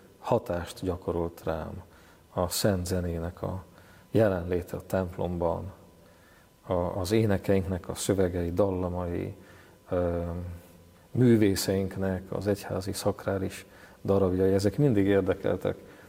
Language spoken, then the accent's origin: Hungarian; Babindol, Nitra Region, Slovakia; én egy kis településről származom, Zoborvidékről, Bábindal, 700 lakosú a település